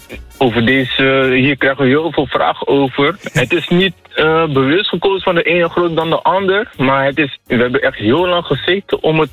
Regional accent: Suriname; now in Rotterdam, Netherlands; Ik kom zelf van Suriname.

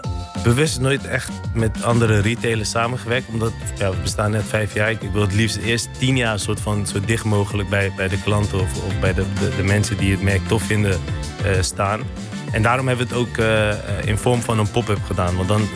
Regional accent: Eritrea; moved away

